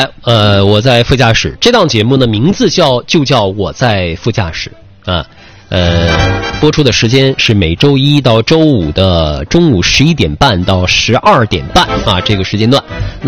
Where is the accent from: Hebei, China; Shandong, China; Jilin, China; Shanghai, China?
Jilin, China; moved away as an adult; also born or lived in Beijing; 应该是叫回吉林台了啊，因为这里是咱们的老家